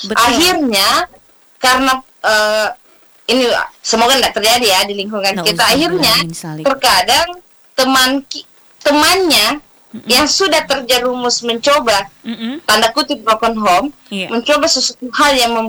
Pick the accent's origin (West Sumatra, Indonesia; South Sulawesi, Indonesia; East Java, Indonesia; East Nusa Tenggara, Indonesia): South Sulawesi, Indonesia; sebagai anak Sulawesi Selatan